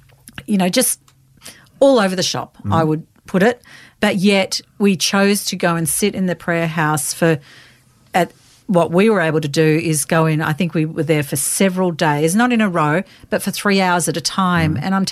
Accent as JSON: {"language": "English", "town": "Melbourne", "region": "Victoria", "country": "Australia", "tie": "born or raised there", "said": "I was born in Melbourne, in Blackburn, mm-hmm. actually. That's where I've lived."}